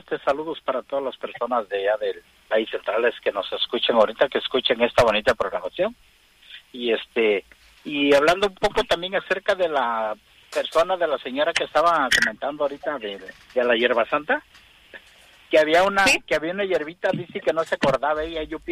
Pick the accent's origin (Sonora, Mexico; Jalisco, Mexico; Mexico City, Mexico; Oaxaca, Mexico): Oaxaca, Mexico; San José Agua del Espino; moved away; Yo soy de originario de San José Agua del Espino, pertenezco al distrito de Jutla.